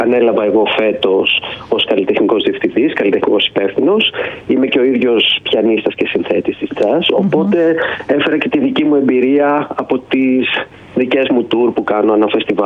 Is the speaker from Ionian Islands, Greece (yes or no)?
yes; Kefalonia, Ionian Islands, Greece; also born or lived in Patras / Netherlands; now in Athens, Greece; Εγώ είμαι από την Κεφαλονιά.